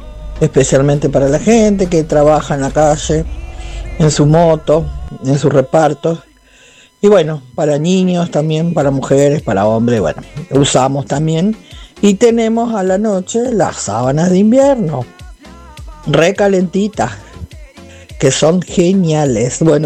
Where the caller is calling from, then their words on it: Rosario, Santa Fe, Argentina; de aquí, de Rosario.